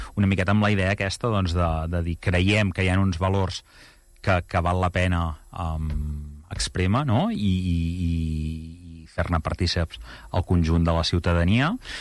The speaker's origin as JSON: {"language": "Catalan", "town": "Igualada", "region": "Catalonia", "country": "Spain", "said": "jo sóc d'Igualada"}